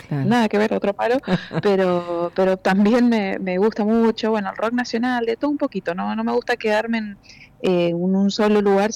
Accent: Mendoza, Argentina

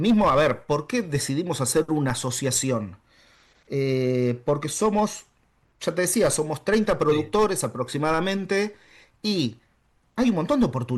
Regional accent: Villa Luzuriaga, Buenos Aires Province, Argentina; moved away as an adult; yo soy de Villa Luzuriaga, soy paisano también vecino de Hugo Corral. Y me vine hace 10 años acá.

